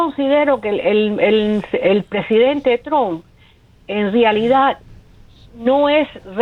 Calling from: Miami, Florida, United States; De Miami.

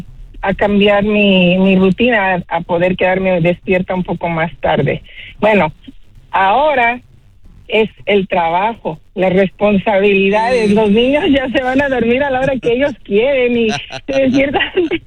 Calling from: Austin, Texas, United States; Hablo de Austin.

